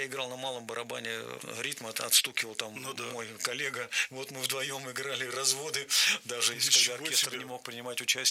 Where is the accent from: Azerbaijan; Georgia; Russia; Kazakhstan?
Russia; Нас вообще там встречали на ура, потому что мы были из России.